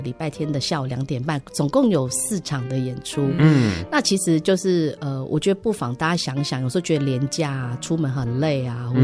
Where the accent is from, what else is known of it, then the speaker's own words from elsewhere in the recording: Taiwan; 那因为大家讲到台湾人，我们台湾人其实最主要就是食物